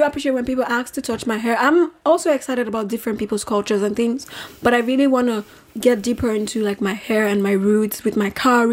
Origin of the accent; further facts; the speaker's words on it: Nigeria; moved away; I think that for me, I grew up in Nigeria. I wasn't black until I moved out of Nigeria.